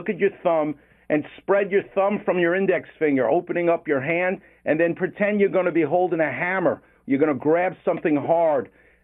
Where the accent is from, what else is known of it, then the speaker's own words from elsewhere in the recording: Far Rockaway, New York, United States; I'm from Far Rockaway.